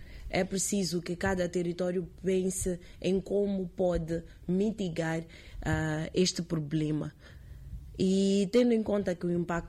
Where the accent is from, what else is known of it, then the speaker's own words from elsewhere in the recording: Mozambique; nós, como moçambicanos